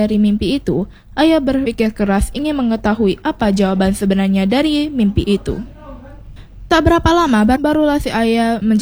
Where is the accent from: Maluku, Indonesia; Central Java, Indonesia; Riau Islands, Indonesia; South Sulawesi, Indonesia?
Riau Islands, Indonesia; Tanjung Pinang; Kita sebagai anak Tanjung Pinang juga harus tahu tentang daerah kita sendiri.